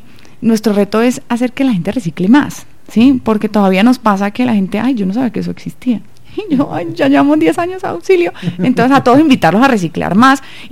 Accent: Cali, Valle del Cauca, Colombia; Bueno, nosotros pues somos caleños, no sé si lo han notado.

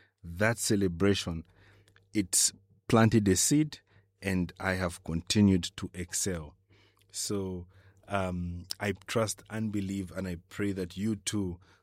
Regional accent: Kalulushi, Copperbelt, Zambia; You know, I grew up in Kalulushi

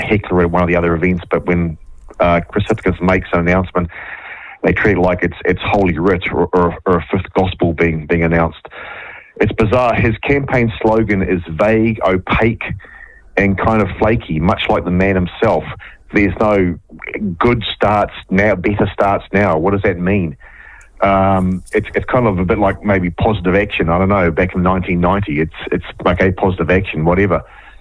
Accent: Cambridge, Waikato, New Zealand; now in Auckland, New Zealand; I came from Cambridge, which, like smaller towns, is serviced largely by volunteer fire officers.

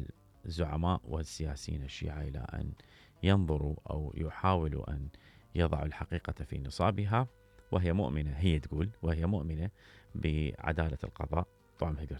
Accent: Iraq; إحنا كعراقيين

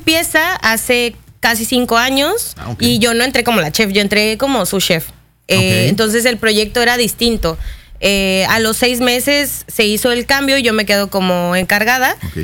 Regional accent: Mérida, Yucatán, Mexico; born there; Sí, yo soy yucateca.

